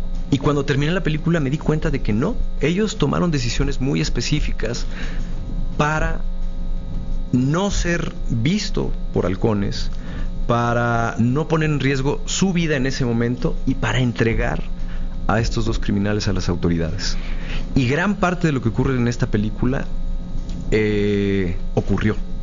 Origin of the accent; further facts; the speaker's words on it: Mexico; también cambiar un poco la visión de lo que somos como mexicanos. Nosotros también podemos sentirnos orgullosos de nuestra cultura, de nuestras historias, de nuestra gente.